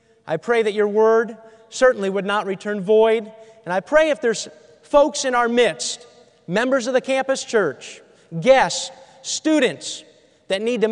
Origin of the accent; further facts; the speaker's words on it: New England, United States; also born or lived in New York / Maine / New Hampshire; Before I moved to Ohio, I grew up in New England. I love New England. I live in Ohio now, but I love growing up in New England. I was born in New York.